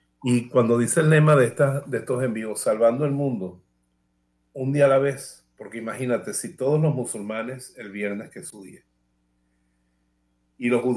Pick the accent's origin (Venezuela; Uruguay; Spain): Venezuela; Bejuma, Carabobo; En Bejuma, que es mi pueblo, hay 4 chances dominicales de ir a misa.